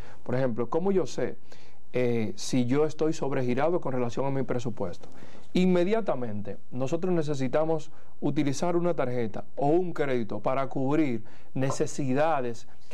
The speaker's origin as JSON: {"language": "Spanish", "country": "Dominican Republic", "accent": "Dominican", "said": "digámoslo en dominicano"}